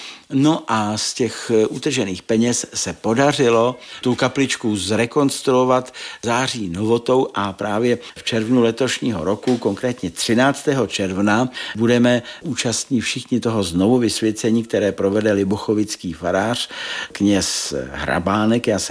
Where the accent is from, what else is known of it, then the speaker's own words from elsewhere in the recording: Evaň, Ústí nad Labem Region, Czechia; moved away; Evaň, to je moje srdeční záležitost, a tak si tam vzpomenu na všechno to krásné, co jsem jako kluk na Evani prožíval